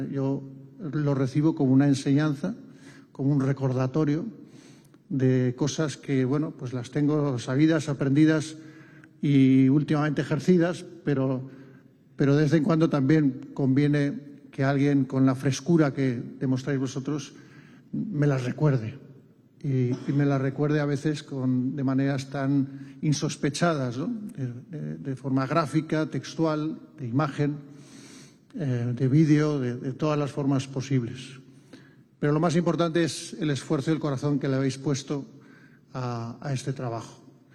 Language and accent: Spanish; Spain; yo soy español porque nací aquí y una parte de mi herencia es española